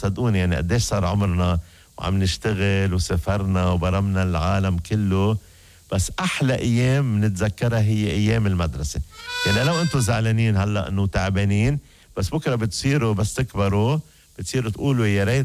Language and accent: Arabic; Syria; انا سوري بس احكي بالجامعة